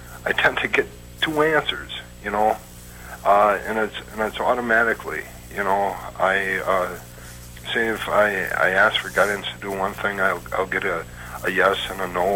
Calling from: Wisconsin, United States; Wisconsin.

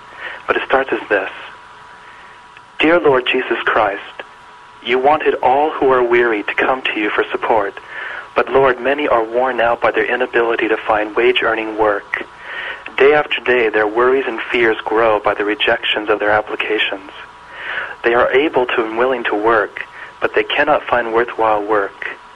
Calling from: Boynton Beach, Florida, United States; I'm calling from Boynton Beach, Florida.

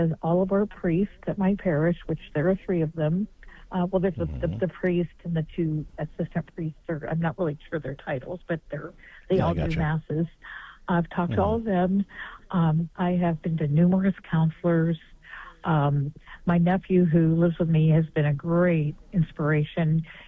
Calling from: Columbus, Ohio, United States; Hi, I'm calling from the Columbus, Ohio area.

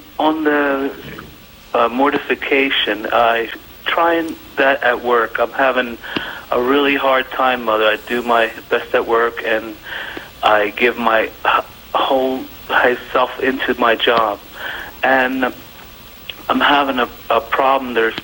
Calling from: Pennsylvania, United States; I'm from Pennsylvania.

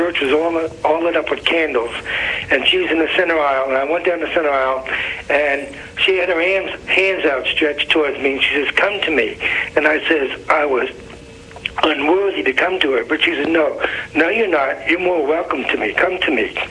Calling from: Arizona, United States

